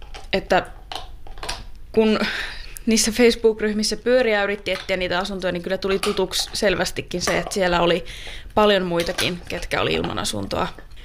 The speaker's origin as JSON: {"language": "Finnish", "town": "Kokkola", "region": "Central Ostrobothnia", "country": "Finland", "said": "Esimerkiksi Kokkolasta, mistä itse olen kotoisin, niin siellä vuokra-asunnon saaminen on tosi vaikeaa lemmikin kanssa."}